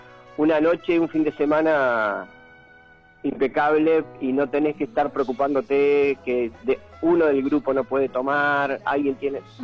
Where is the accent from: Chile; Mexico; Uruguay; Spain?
Uruguay; Atlántida, Canelones; porque somos de Atlántida